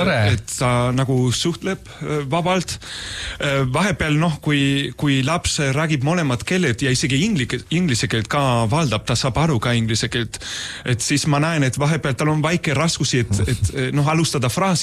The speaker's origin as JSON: {"language": "Estonian", "town": "Madrid", "region": "Community of Madrid", "country": "Spain", "second_language": "Estonian", "moved": "yes", "lives_now": "Estonia", "said": "kuigi ma olen ise Madridis pärit"}